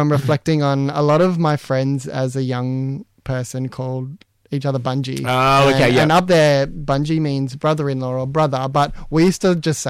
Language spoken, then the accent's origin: English; Katherine, Northern Territory, Australia; moved away; like I grew up off country in Catherine, and so my family's from New South Wales.